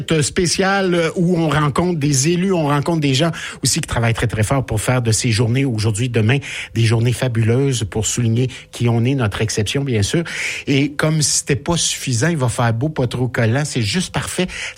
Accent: Drummondville, Quebec, Canada; De mon coin de pays, je viens de Drummond.

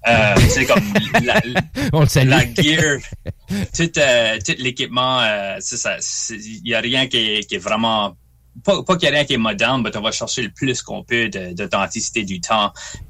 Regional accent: Memramcook, New Brunswick, Canada; c'est des histoires de du monde de Memram Cook, de mon village natal.

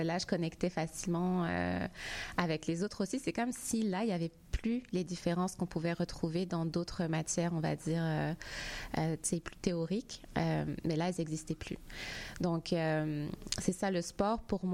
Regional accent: Île-de-France, France; Donc, en gros, moi je suis née en France, dans une banlieue à côté de Paris, et j'ai été à l'école primaire dans ce qu'on appelle une zone d'éducation prioritaire.

